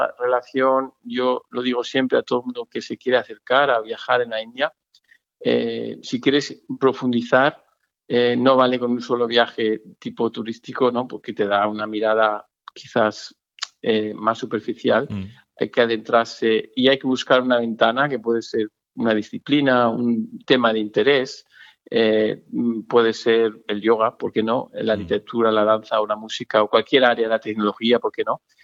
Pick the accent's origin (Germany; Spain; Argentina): Germany; yo recuerdo, por supuesto, con muchos en la infancia, cuando yo me crié en Alemania, pero cuando veníamos a España, a Valladolid